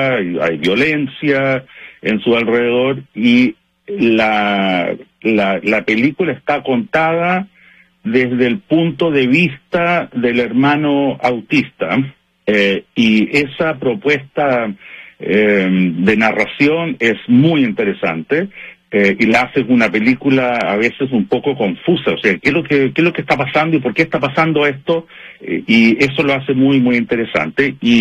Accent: Chile; now in Vancouver, Canada; Yo soy chileno, por si no se nota por el acento, y he estado en contacto con el consulado. Justo me pillaste ahora, te estoy llamando desde Vancouver, Jorge.

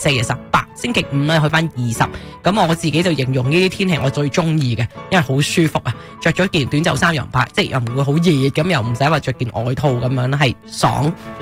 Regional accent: Canada; 作为加拿大人好高兴啊

